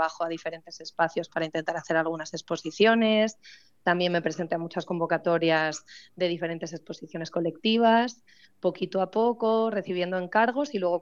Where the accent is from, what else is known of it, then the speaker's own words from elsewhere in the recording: Ribadesella, Asturias, Spain; Voy a ir en agosto, me escapo 5 días a las fiestas de mi pueblo, que soy de Ribadesella